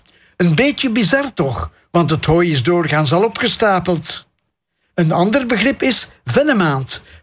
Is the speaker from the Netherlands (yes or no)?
no; Perk, Flanders, Belgium; born there; in mijn geboortedorp Perk gaat de processie uit.